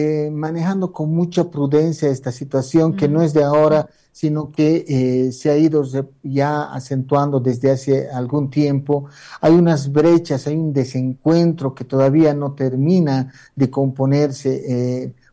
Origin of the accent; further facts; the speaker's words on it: Bolivia; hay que repensarnos como sociedad boliviana también